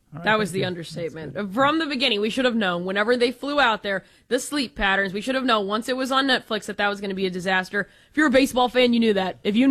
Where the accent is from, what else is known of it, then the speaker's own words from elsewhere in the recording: Austin, Texas, United States; Well, because I'm from the great state of Texas, I'm from Austin